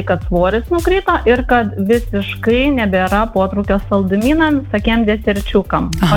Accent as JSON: {"language": "Lithuanian", "town": "Panevėžys", "region": "Panevėžys County", "country": "Lithuania", "said": "Gal truputėlį sumaišėt miestus, esu iš Panevėžio."}